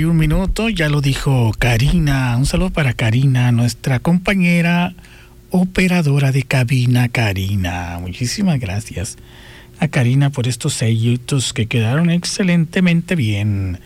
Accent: Guaymas, Sonora, Mexico; Me acuerdo cuando estaba jovencito, adolescente, no sé, yo soy de Guaymas

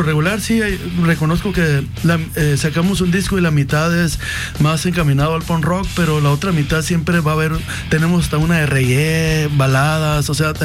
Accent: Mexico; y pues siendo mexicano, pues poniendo en alto el nombre de nuestros héroes de la niñez

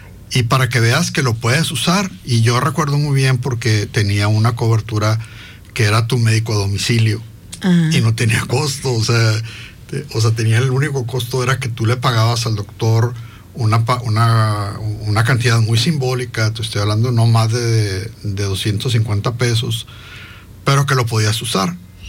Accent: Hermosillo, Sonora, Mexico; born there; Yo nací en Hermosillo, Sonora. Y nací en Hermosillo, Sonora. Mi mamá es de Hermosillo, Sonora. Mi papá es de la ciudad de Monterrey. Era de la ciudad de Monterrey.

